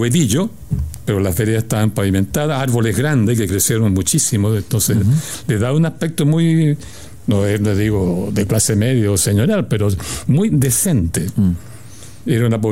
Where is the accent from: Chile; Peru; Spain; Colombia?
Chile; Santiago, Santiago Metropolitan Region; ahí está instalada la población donde yo nací y viví 20 años seguidos en ese barrio, que es un barrio muy interesante. Es muy interesante urbanísticamente hablando, porque tiene 2 cementerios.